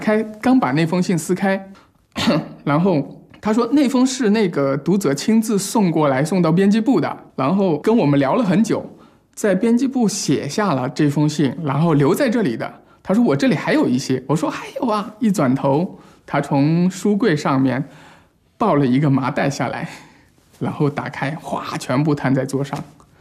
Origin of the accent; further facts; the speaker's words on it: Jiangxi, China; now in Shenzhen, China; 在深圳之前的那大半年过得非常的孤独，突然之间离开了我家乡江西的所有的熟悉的环境